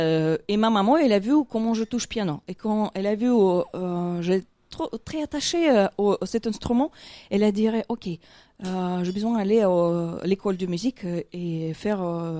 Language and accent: French; Crimea, Ukraine; born there; French is a second language; moved away as an adult; also born or lived in Moscow, Russia; je suis née en Crimée.